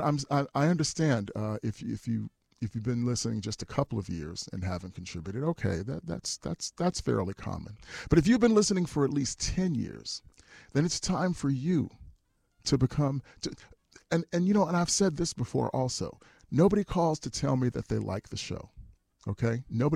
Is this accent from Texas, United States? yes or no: yes; Houston, Texas, United States; moved away; I'm from Houston. I started broadcasting at the Pacifica station there, KPFT.